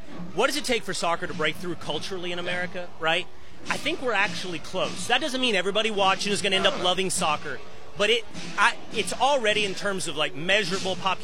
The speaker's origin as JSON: {"language": "English", "country": "United States", "said": "I'm an American"}